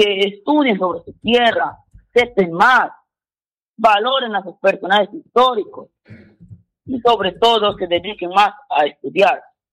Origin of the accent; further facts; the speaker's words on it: San José de Sisa, San Martín, Peru; para mí es algo muy importante para mi personalidad como sisino.